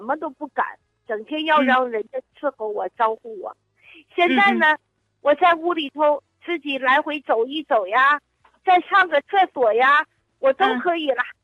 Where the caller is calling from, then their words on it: Changzhou, Jiangsu, China; 我是常州的一个患者。